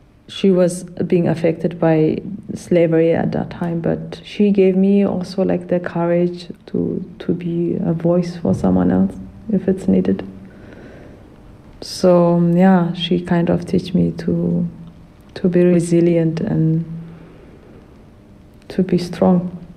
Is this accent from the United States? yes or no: no; Ethiopia; moved away; I come from Ethiopia.